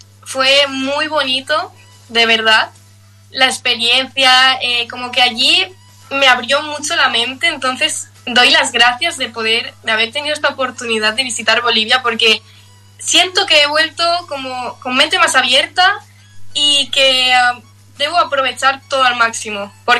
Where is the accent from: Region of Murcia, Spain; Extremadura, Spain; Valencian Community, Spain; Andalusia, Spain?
Valencian Community, Spain; Valencia; Yo soy de Valencia.